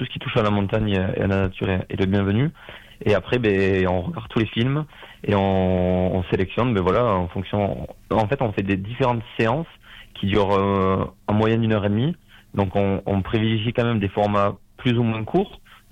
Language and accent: French; Bagnères-de-Bigorre, Occitanie, France; On est natifs de Bagnères tous les trois.